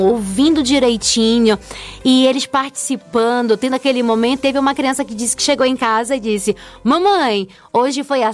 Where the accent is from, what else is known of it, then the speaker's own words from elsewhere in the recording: North Region, Brazil; Porque eu digo que eu sou do Norte, quantas crianças e professores lá do Norte gostariam de estar aqui e não pode?